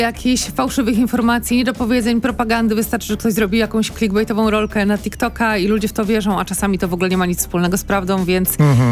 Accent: Gdańsk, Pomeranian Voivodeship, Poland; Jako gdańszczanka

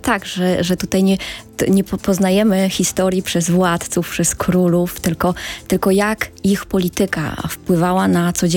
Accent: Paczków, Opole Voivodeship, Poland; Ja pochodzę właśnie z Górnego Śląska, ale bardzo się późno dowiedziałam, że jestem Ślązaczką, ponieważ... Paczków, to moja miejscowość, takie to średniowieczne miasteczko, które jest pierwowzorem dla miasteczka występującego w Śląszczykach.

